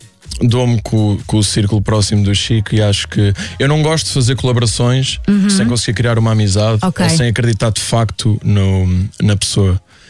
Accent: Aveiro, Centro, Portugal

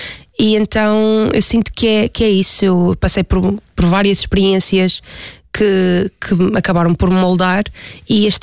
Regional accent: Ponta do Sol, Madeira, Portugal; moved away as an adult; now in Lisbon, Portugal; Então, eu sou da Ponta de Sol da Madeira, a Ilha da Madeira. Tenho 27 anos.

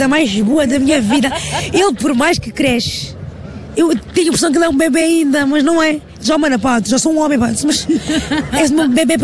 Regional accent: Cape Verde; todos os cabo-verdianos têm orgulho em ser cabo-verdianos e saber que somos ricos em cultura, somos um povo humilde

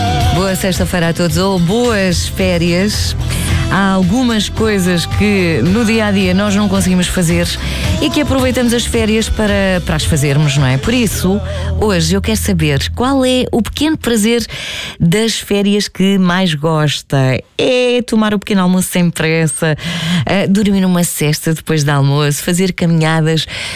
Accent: Amores, Centro, Portugal; ainda por cima a minha aldeia, que tem o nome mais bonito, não é? Que se chama Amores, que fica ali em Leiria.

